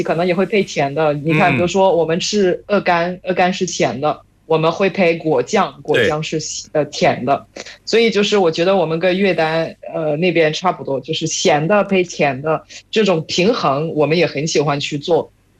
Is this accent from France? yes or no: yes; central France, France; Chinese is a second language; moved away as an adult; 但法国，其实可能法国南部也是有西瓜，但我是来自中部吧，可以说就是西边。我们那边的这个气候不允许我们的那个种西瓜的。